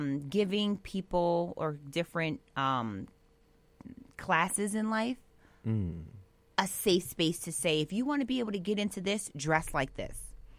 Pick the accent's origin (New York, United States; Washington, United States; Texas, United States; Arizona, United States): New York, United States; New York City; I'm a Harlem native.